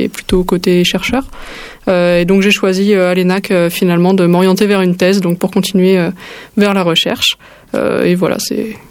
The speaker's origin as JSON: {"language": "French", "region": "Île-de-France", "country": "France", "tie": "born or raised there", "moved": "as an adult", "lives_now": "Toulouse, France", "said": "je suis pas originaire de Toulouse à la base, j'ai grandi en banlieue parisienne à côté de Créteil, donc j'ai fait mon lycée là-bas, ma prépa là-bas"}